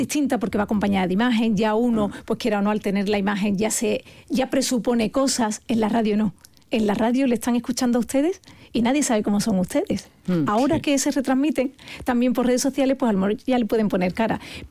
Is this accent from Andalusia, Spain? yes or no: yes; Andalusia, Spain; Yo estoy loca por Andalucía porque es mi tierra.